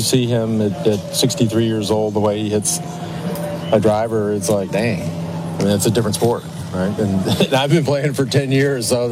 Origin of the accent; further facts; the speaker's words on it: Texas, United States; Well, I grew up in outside of Dallas, and it's the reason I got into endurance sports.